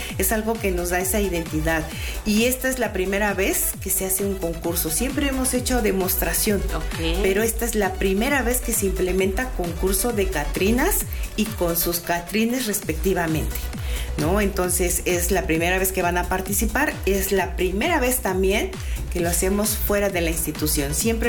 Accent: Mexico; como mexicanos, recordar esa parte de dónde venimos, ¿no?

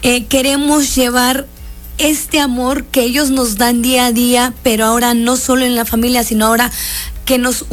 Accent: Oaxaca, Mexico; Yo soy de una comunidad indígena del estado de Oaxaca.

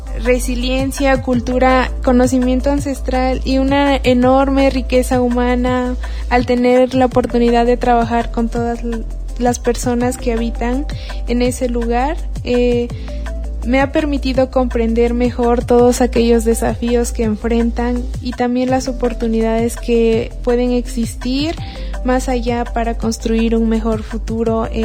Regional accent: San Pedro Tetitlán, Puebla, Mexico; vengo desde San Pedro Tetitlán, un pueblo perteneciente al municipio de San José Miahuatlán

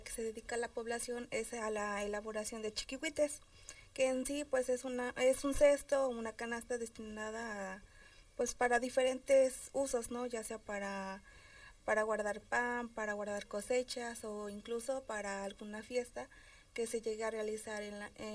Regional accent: San Felipe Tocla, Puebla, Mexico; nosotros venimos del municipio de San Marcos, pero en sí de la localidad de San Felipe Tocla

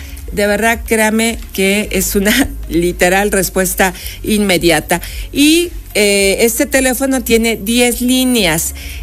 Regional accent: Puebla, Mexico; los primeros somos nosotros los poblanos

